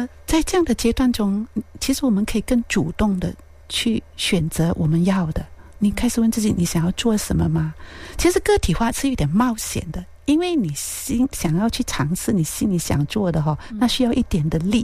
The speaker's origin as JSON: {"language": "Chinese", "town": "Bilut", "region": "Pahang", "country": "Malaysia", "said": "我来自彭亨玻璃口新村，我们村里头有一个民众图书馆，65年的民众图书馆"}